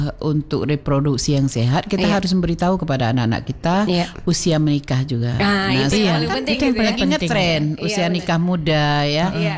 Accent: Aceh, Indonesia; budaya kita orang Aceh

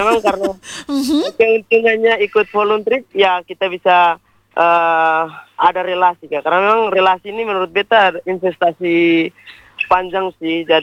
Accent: East Nusa Tenggara, Indonesia; Karena memang beta orang Sabu tapi ya tidak terlalu banyak menghabiskan waktu dengan orang-orang di Sabu begitu ya.

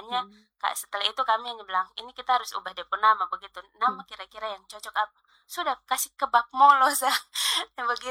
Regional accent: Eastern Indonesia, Indonesia; Kalau Molo orang Timur bilang kuning ya, karena saya memang orang Timur

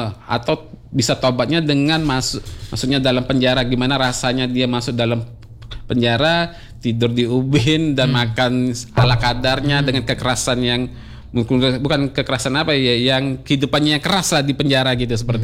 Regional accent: Palembang, South Sumatra, Indonesia; saya juga orang Palembang

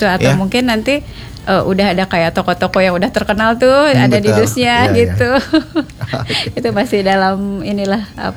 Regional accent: Tasikmalaya, West Java, Indonesia; now in Bogor, Indonesia; Luar Bogor pernah, saya kampung halaman tetap, saya kan dari Tasikmalaya ya, saya pendatang kebetulan waktu itu.

